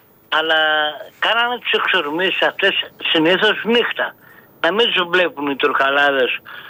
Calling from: Ios, South Aegean, Greece; από την Ίω.

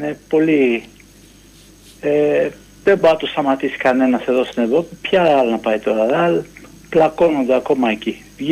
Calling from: Chaidari, Attica, Greece; Καλησπέρα, τι γίνεται … από το Χαϊδάρι.

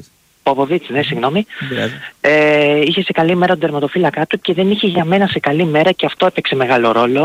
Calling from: Mytilene, North Aegean, Greece; από Μυτιλίνη.

